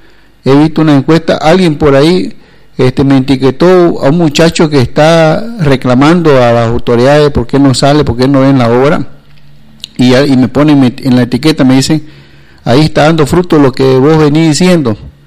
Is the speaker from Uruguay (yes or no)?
no; Bolivia; Si somos todos bolivianos.